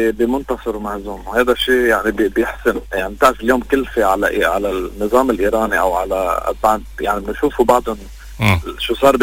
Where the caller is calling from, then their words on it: South Lebanon, Lebanon; من الجنوب